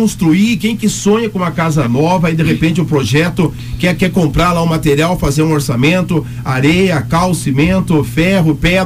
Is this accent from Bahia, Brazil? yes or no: no; São Paulo, Brazil; moved away as an adult; No dia 20 de maio do ano 2000, eu vinha lá da minha cidade, interior de São Paulo, com mala e cuia.